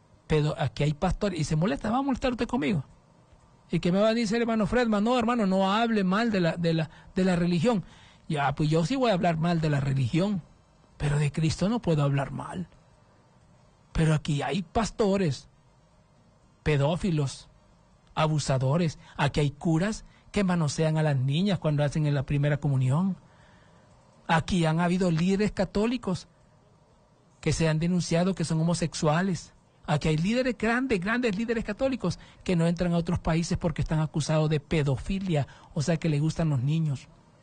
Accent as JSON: {"language": "Spanish", "country": "Honduras", "said": "políticos sin vergüenza que tienen a la gente como esclavos aquí en mi país."}